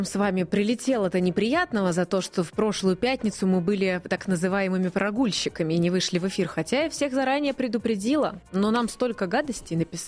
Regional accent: Krasnoyarsk, Krasnoyarsk Krai, Russia; ну раз вы мой родной Красноярск упомянули, то я всем красноярцам передаю большой привет, потому что это мой родной город. Родилась я хоть и в Красноярске 45, но выросла я в Красноярске, и в первый класс там пошла и в садик пошла.

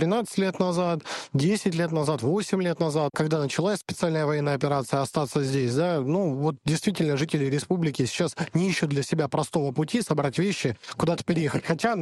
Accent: Donetsk, Donetsk Oblast, Ukraine; Я сейчас говорю исключительно как житель Донецка, коренной житель Донецка в третьем поколении.

